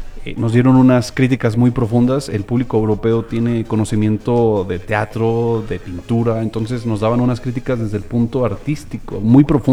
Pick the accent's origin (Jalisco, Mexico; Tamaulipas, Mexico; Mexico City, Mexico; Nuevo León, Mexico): Jalisco, Mexico; Guadalajara; Y orgullosamente tapatío